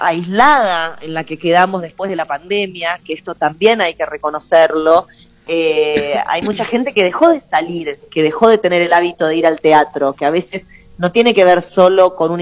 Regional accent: Buenos Aires, Argentina; amo Mendoza, siendo rotundamente porteña

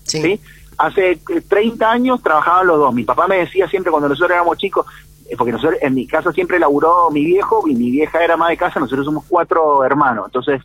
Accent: Mendoza, Argentina

